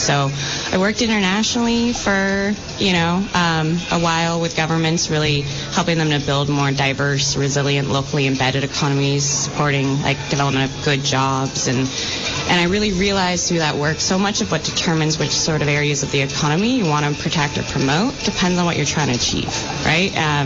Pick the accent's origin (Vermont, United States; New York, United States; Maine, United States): Vermont, United States; growing up in Vermont and having Bernie Sanders as, you know, an independent.